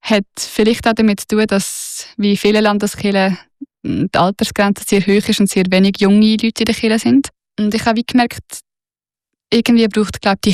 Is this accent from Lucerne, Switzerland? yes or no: yes; Lucerne, Switzerland; ich bin auf dem Land im Kanton Luzern aufgewachsen, das ist dort wie gar keine Frage gewesen, das haben alle gemacht.